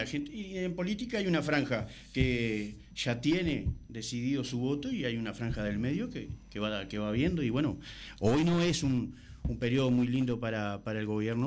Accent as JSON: {"language": "Spanish", "region": "Salto", "country": "Uruguay", "said": "somos de Salto."}